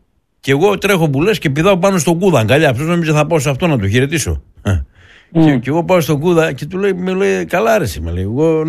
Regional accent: Drama, Eastern Macedonia and Thrace, Greece; Διαιτητής … από την κάτω Βορτού Δράμας. Το χωριό μου.

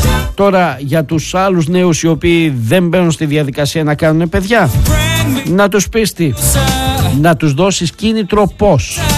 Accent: Greece

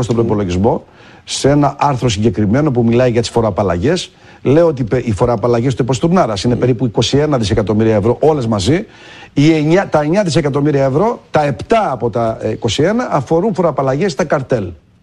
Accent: Greece

